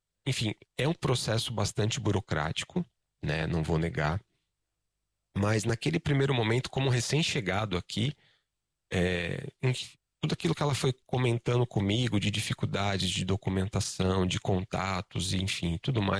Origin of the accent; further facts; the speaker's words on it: Brazil; moved away as an adult; now in New Zealand; Nova Zelândia em julho de 2022, né, há quase 3 anos atrás. E desde quando a gente saiu do Brasil